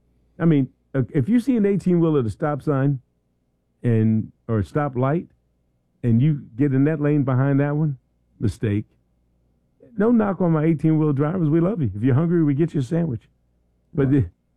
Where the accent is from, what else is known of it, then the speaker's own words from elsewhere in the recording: Philadelphia, Pennsylvania, United States; I'm from Philly. I can say that.